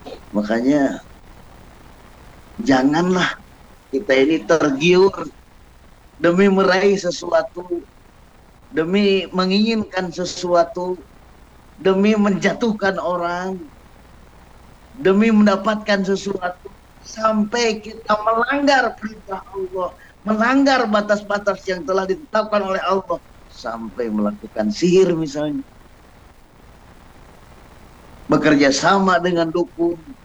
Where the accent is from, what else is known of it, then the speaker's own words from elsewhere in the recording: Bandung, West Java, Indonesia; Nah, kita orang Bandung ini penuh kekhawatiran.